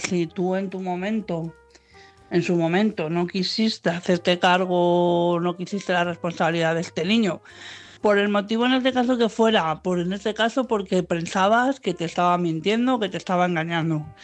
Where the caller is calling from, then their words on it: Madrid, Community of Madrid, Spain; de Madrid.